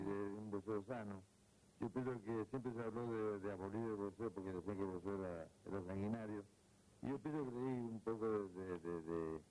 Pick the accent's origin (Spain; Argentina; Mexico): Argentina